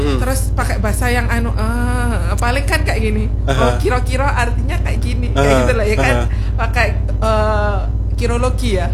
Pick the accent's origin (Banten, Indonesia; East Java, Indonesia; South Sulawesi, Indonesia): East Java, Indonesia; Pasuruan; accent: Javanese, medok; moved away as an adult; also born or lived in Malang; now in Banjarmasin, Indonesia; aku wong Pasuruan.